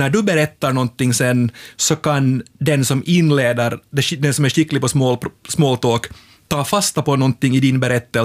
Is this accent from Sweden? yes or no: no; Kirkkonummi, Uusimaa, Finland; No, jag kommer från Kyrkslätt.